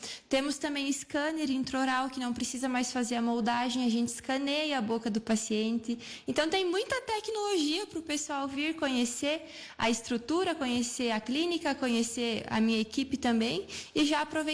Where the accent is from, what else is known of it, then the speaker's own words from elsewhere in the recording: Soledade, Brazil; Então, eu sou aqui de Soledade, né? Para quem não me conhece, sou do interior, eu sou da comunidade do Pinhal. Moro aqui na cidade agora